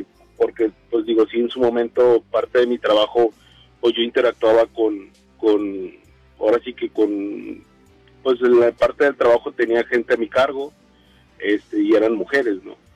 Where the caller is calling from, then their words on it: Monterrey, Nuevo León, Mexico; De aquí, de Monterrey, de acá, del área de Cumbres, por acá, de este lado.